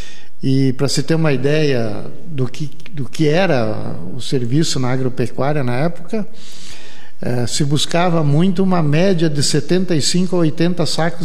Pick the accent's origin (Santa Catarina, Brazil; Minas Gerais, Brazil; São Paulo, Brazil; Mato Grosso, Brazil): Santa Catarina, Brazil; Piratuba; born there; moved away as an adult; now in São José do Cedro, Brazil; Eu nasci em Piratuba, Santa Catarina, né, na região perto de Joaçaba. É uma cidade turística, né